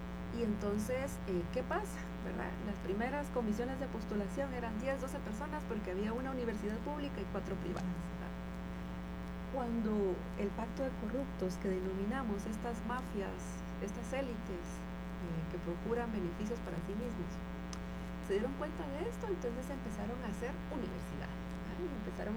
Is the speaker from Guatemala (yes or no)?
yes; Guatemala; nosotras como guatemaltecas no vamos y votamos